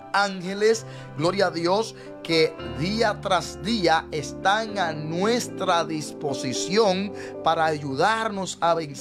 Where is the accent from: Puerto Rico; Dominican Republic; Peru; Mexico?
Dominican Republic; moved away; en mi país, allá en Santo Domingo